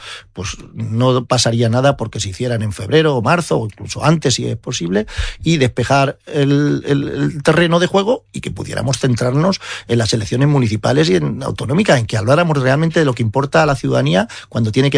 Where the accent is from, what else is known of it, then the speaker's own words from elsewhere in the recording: Alcolea de Calatrava, Castilla-La Mancha, Spain; Yo estoy afiliado en la de Alcolea, que es mi pueblo.